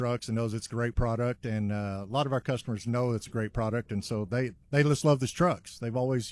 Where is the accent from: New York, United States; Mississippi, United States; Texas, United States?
Texas, United States; Archer City; I'm actually from Archer City, but I grew up in the area